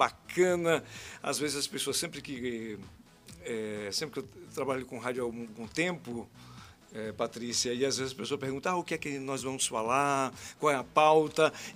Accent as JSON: {"language": "Portuguese", "town": "Mundo Novo", "region": "Bahia", "country": "Brazil", "tie": "born there", "also_born_or_lived": "Mairi / Várzea da Roça", "moved": "yes", "said": "Eu nasci em Mundo Novo, sou descendente"}